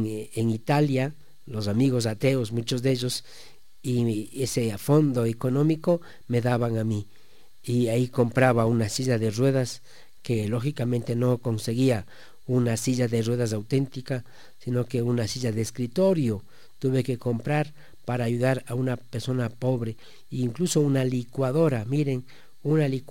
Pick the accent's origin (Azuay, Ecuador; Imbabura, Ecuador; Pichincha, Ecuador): Imbabura, Ecuador; Cotacachi; moved away as an adult; now in Latacunga, Ecuador; Recuerden que yo no soy de Latacunga. Yo soy de la provincia de Imbabura, de la ciudad de Cotacachi.